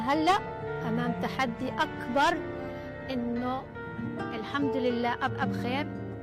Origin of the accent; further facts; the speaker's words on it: Gaza, Gaza Strip, Palestine; أنا فخورة جداً إني أنا امرأة فلسطينية فخورة إني بنت غزة